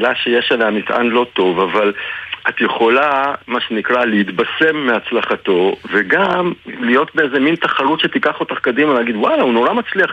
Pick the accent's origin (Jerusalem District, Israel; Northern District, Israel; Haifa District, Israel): Jerusalem District, Israel; Jerusalem; אני גדלתי בירושלים והייתי בא עם זוג נעליים פעם בשנה, נעליים חדשות שקנו לכל ילד, אז הירושלמים היו עושים תתחדש ודורכים לך על הנעליים החדשות